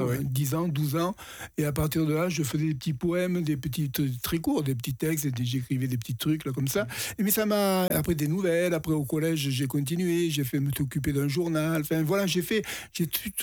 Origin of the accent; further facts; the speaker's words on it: Nîmes, Occitanie, France; moved away as an adult; also born or lived in Paris; now in Calvisson, France; Je suis originaire de Nîmes et j'habitais Calvisson.